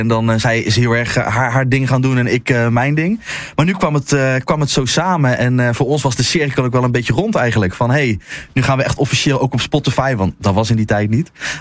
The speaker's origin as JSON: {"language": "Dutch", "region": "Zeeland", "country": "Netherlands", "said": "We komen uit Zeeland"}